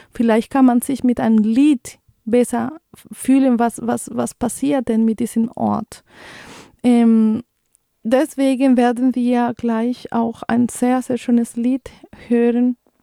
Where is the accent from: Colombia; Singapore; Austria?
Colombia; moved away as an adult; now in Germany; ich bin aus Kolumbien und ich bin aus der Grenze zu Venezuela, da bin ich geboren und da bin ich auch groß geworden. Und ich finde, also ich bin in den 90er Jahren groß geworden